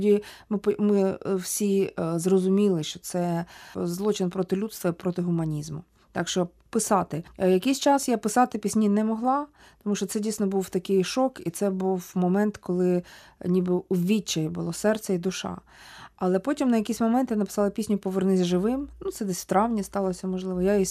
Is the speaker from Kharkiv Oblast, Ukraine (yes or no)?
yes; Kharkiv, Kharkiv Oblast, Ukraine; Ви знаєте, що багатьох людей насправді дивує те, що я ж родом із Харкова. Народилася в Харкові. І закінчила там школу, закінчила університет